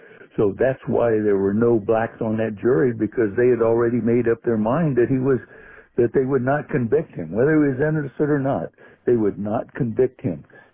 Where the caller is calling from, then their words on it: San Antonio, Texas, United States; Yes, Jack … I'm from San Antonio.